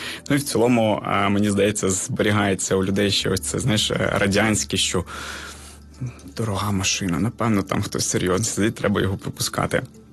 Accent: Donetsk Oblast, Ukraine; now in Kyiv, Ukraine; Я сам з Донецької області, і коли я приїхав до Києва, я їздив на номерах АН доволі довго.

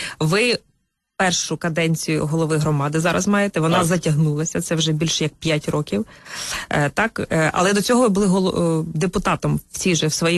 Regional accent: Sumy Oblast, Ukraine; Ми земляки з вами, я Сумщина.

